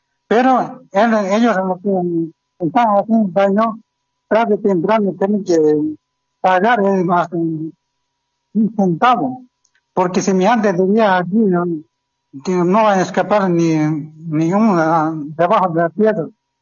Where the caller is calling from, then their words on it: Montero, Santa Cruz, Bolivia; yo me llamo de aquí Montero, Juan Pablo II